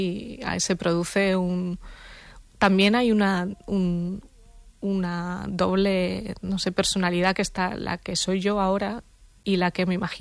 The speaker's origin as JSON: {"language": "Spanish", "region": "Region of Murcia", "country": "Spain", "tie": "born or raised there"}